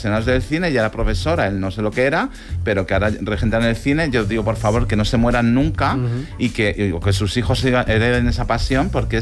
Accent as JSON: {"language": "Spanish", "town": "Villaviciosa de Odón", "region": "Community of Madrid", "country": "Spain", "tie": "born or raised there", "said": "que mi pueblo de aquí de Madrid, Villaviciosa Odón, tiene un cine maravilloso de verano."}